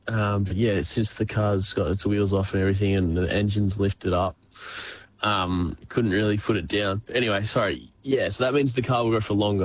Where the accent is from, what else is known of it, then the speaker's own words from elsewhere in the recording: Warragul, Victoria, Australia; Oh, I'm from Warragul mostly, yeah.